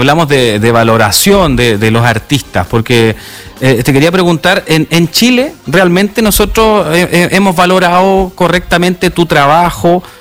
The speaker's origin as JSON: {"language": "Spanish", "country": "Mexico", "said": "Yo soy mexicano."}